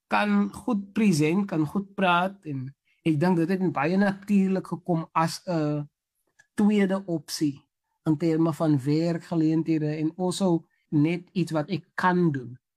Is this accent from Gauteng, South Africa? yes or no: no; Macassar, Western Cape, South Africa; is 'n laity, soos ek nou sal noem, van Makassar en groot geword, skool gegaan, Oklahoma primêr en dan hoërskool, Makassar hoër.